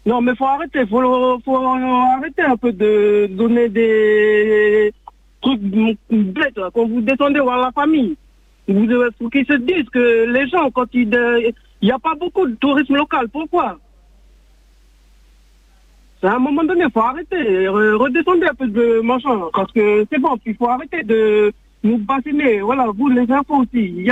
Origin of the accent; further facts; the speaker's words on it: North Province, New Caledonia; je suis quelqu'un du Nord, mais voilà.